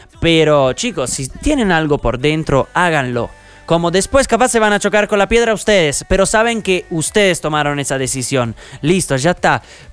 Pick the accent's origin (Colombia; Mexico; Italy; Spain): Italy; Pescara, Abruzzo; Spanish is a second language; now in -; ya me dijo mi mejor amigo que en Pescara, de donde soy yo, ya va a armar como una fiesta entre todos nuestros amigos